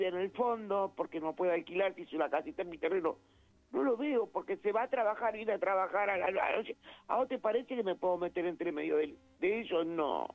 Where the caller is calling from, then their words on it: San Martín, Buenos Aires Province, Argentina; also born or lived in Mar del Plata; Que mi número tiene el 223 porque yo viví en Mar del Plata.